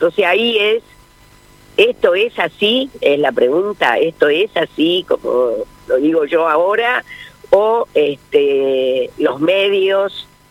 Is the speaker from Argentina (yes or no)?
yes; Argentina; yo me crié en Villa Constructora, un país, siempre lo digo, de tanos y gallegos y de españoles